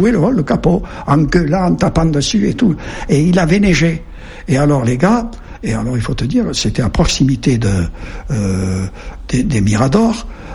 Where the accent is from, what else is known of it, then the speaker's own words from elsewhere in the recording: Melk, Lower Austria, Austria; Et ce prêtre, à un moment donné, si tu veux, a tout fait pour rester chez nous à Melk.